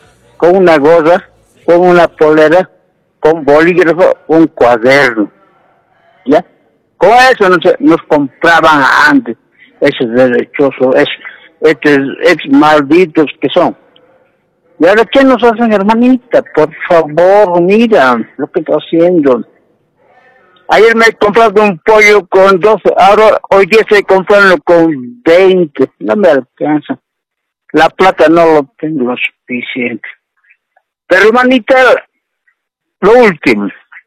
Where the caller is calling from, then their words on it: Cochabamba, Bolivia; Soy de Cochabamba. Vivo en Villa, zona sur de la casa.